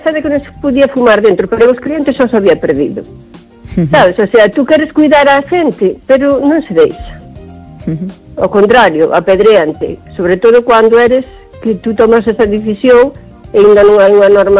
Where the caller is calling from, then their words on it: O Carballiño, Galicia, Spain; de Carballiño.